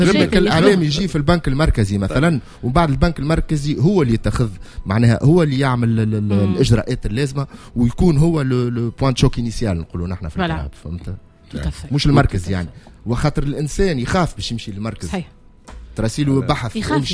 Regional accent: Tunisia; نحن تونسي

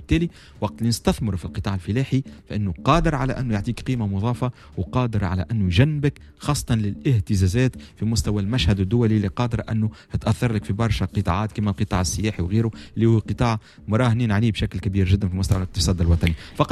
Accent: Tunisia

